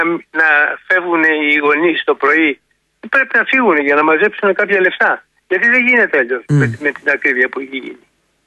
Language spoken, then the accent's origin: Greek; Gerolimenas, Peloponnese, Greece; Ακριβώς είμαι πάνω Μπουλαριούς και το επίνιό μας είναι απογειρολημένα.